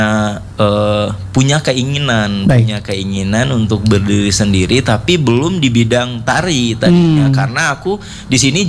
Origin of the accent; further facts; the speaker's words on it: Payakumbuh, West Sumatra, Indonesia; now in Bandung, Indonesia; Nah, aku kan asalnya Payakumbuh. Nah, di situ aku wisuda, balik lagi ke Bandung